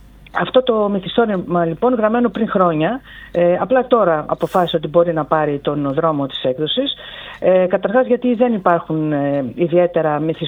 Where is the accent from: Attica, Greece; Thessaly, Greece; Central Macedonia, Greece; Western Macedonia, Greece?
Thessaly, Greece; Volos; moved away; Δεν τυχαία το λέω σε σένα και στο Βόλο. Με μεγάλη συγκίνηση στην πατρίδα μου.